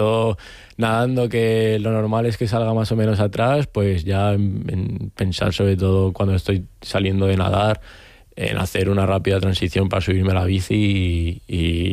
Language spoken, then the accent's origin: Spanish; Sevilla la Nueva, Community of Madrid, Spain; moved away as an adult; now in Parla, Spain; Yo ahora estoy viviendo en Parla para entrenar allí, pero yo en mi pueblo, bueno, es aquí en Madrid también, Sevilla Nueva, pero yo tengo toda mi vida allí, y mis amigos están allí